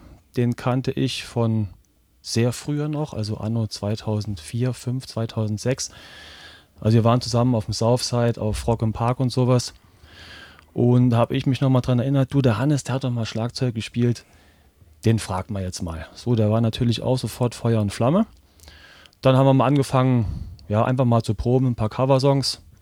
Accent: Reutlingen, Baden-Württemberg, Germany; Wir kommen räumlich, sagen wir, aus dem Großraum Reutlingen auch und Tübingen, ja.

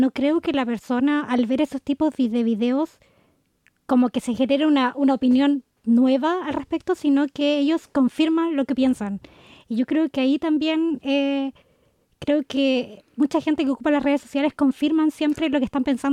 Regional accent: Chile; now in Germany; nosotros que venimos de Chile

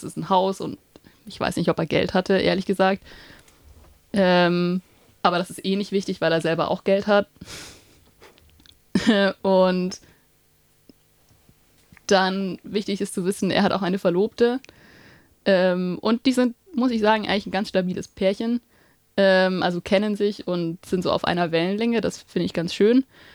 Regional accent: Bavaria, Germany; Ich kann es so mit meiner Heimat vergleichen. Da muss ich jetzt politisch werden. Wir sind in Bayern.

